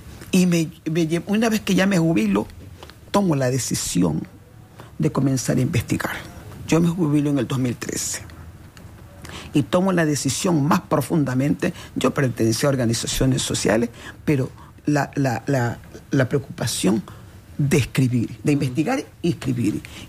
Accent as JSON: {"language": "Spanish", "town": "Guayaquil", "region": "Guayas", "country": "Ecuador", "tie": "born there", "said": "la ciudad de Guayaquil, donde yo nací"}